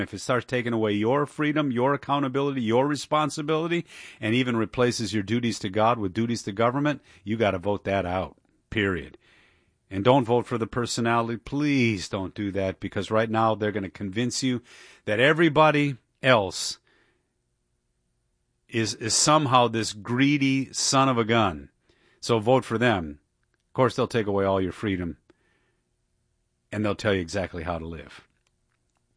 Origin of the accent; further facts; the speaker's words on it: Detroit, Michigan, United States; I grew up in Detroit. Okay? I saw what happened to my city.